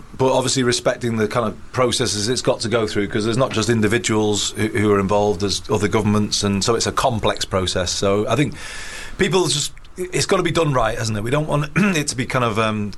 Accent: Liverpool, North West England, United Kingdom; born there; also born or lived in Manchester; I was born in Liverpool

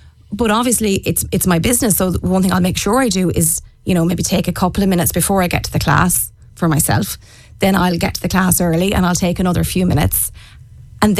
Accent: Bohola, County Mayo, Ireland

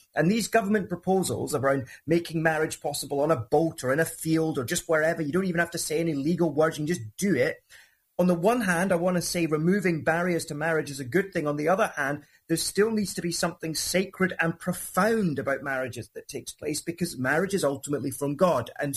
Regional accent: Northern England, United Kingdom; I'm just a Northerner, humble Northerner here to represent the people of Makerfield

